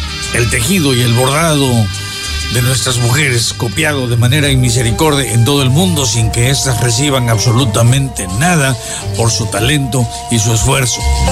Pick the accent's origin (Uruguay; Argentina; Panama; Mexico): Mexico; Como usted, soy mexicano. Como usted, mi orgullo lo tengo.